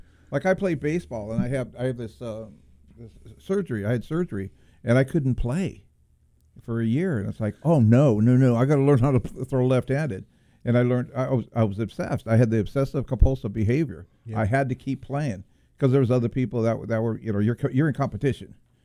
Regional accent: Compton, California, United States; I grew up in Compton, where it was back in the 60s and 70s.

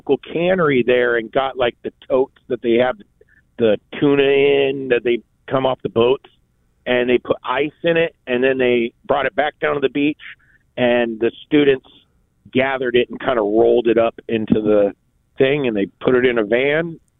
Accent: Oregon, United States; also born or lived in Southern California; my beaches experience are Southern California beaches, right? That was my first experience. And then moving to Oregon, I grew up on the Oregon coast.

